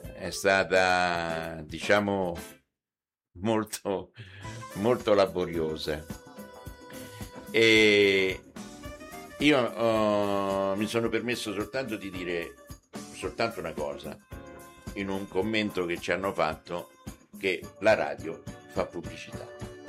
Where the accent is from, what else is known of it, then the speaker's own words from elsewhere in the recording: Lariano, Lazio, Italy; specialmente se diciamo che siamo di Lariano.